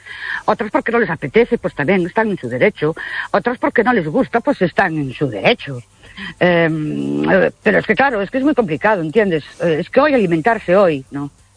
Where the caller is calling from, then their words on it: Ourense, Galicia, Spain; de Orense